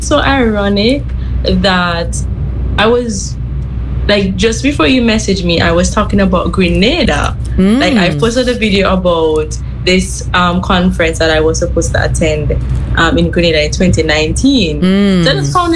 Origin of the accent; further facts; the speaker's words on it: Kingston, Jamaica; also born or lived in Mandeville, Manchester, Jamaica; I'm a Jamaican. I grew up in Jamaica. I was born and raised in Kingston, but in the latter part of my life, I spent it in the country. That's Mandeville, Manchester.